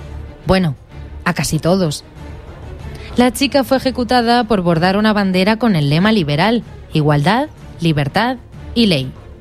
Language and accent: Spanish; Granada, Andalusia, Spain; Pero como somos granadinas, en esa misma fecha tampoco podemos olvidar otra joyita pictórica de Juan Antonio Vera